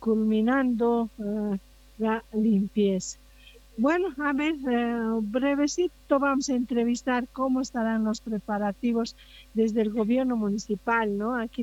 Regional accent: Bolivia

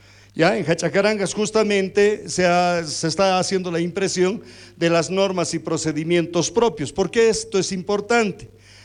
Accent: Bolivia; aquí todos somos bolivianos

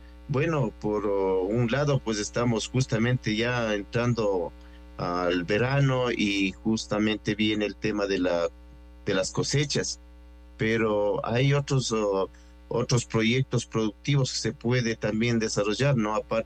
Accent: Ecuador; como buen ecuatoriano toca apoyar a nuestra selección

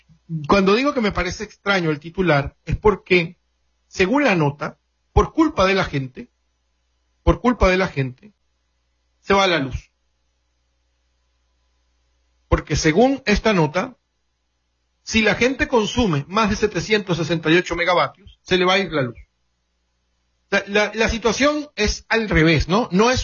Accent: Venezuela; nos afectan como país, como venezolanos.

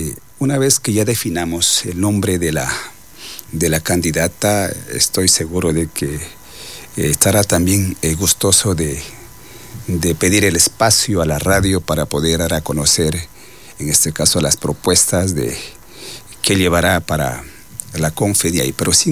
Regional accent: northern Amazon, Ecuador; nosotros como Sucumbíos y Orellanas somos nacionalidades del norte

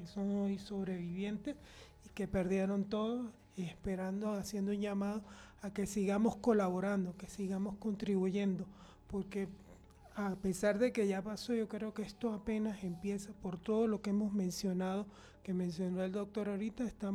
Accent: Venezuela; como venezolano, en este caso representando a la Sociedad de Pediatría, pues me solidarizo con todo el pueblo venezolano

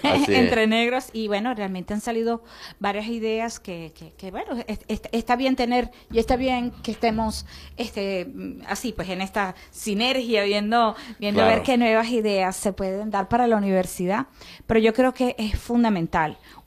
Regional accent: Venezuela

